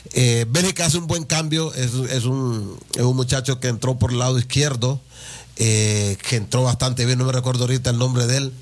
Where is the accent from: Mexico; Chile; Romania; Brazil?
Brazil; No, yo soy de Brasil, aunque no anda muy bien, soy brasileño.